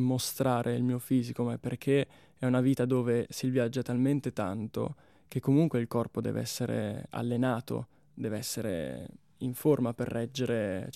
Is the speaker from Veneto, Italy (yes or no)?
yes; Verona, Veneto, Italy; moved away as an adult; now in Bolzano, Italy; io sono di Verona, da Verona mi sono trasferito a Bolzano